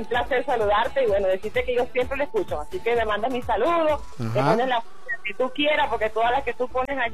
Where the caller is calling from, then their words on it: Puerto Ordaz, Bolívar, Venezuela; De aquí de Puerto Ordaz, de la avenida de aquí, donde está Orinoco.